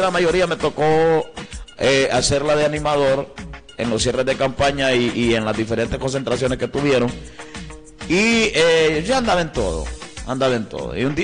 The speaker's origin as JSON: {"language": "Spanish", "region": "Olancho", "country": "Honduras", "moved": "yes", "said": "donde yo vengo de Olancho"}